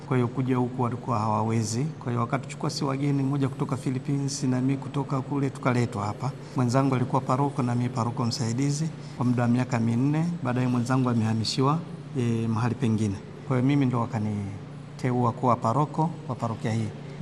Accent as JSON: {"language": "Swahili", "area": "Mavanga parish, Ludewa district", "region": "Njombe", "country": "Tanzania", "also_born_or_lived": "Rome, Italy / Iquitos, Peru", "moved": "as an adult", "lives_now": "Barcelona, Spain", "said": "natokea Tanzania, jimbo la Njombe, parokia ya Mavanga iko katika wilaya ya Ludewa. Mimi ni mtawa wa shirika la Mtakatifu Agustino."}